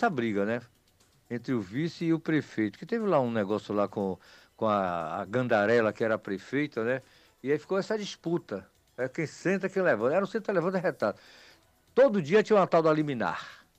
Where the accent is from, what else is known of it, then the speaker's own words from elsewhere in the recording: Deiró, Bahia, Brazil; now in Bom Sucesso, Brazil; Eu disse, não, eu sou aqui do Deiró. Mas só que agora eu estou morando no Bom Sucesso